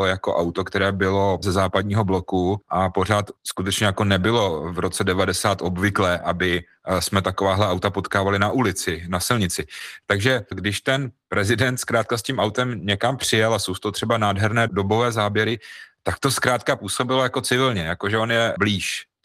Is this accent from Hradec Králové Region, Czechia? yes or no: yes; Trutnov, Hradec Králové Region, Czechia; narodil jsem se v Trutnově, kde tedy je to pár kilometrů od Hrádečku